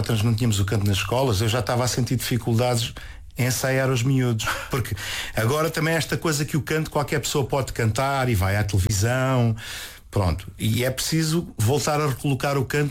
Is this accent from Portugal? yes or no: yes; Alentejo, Portugal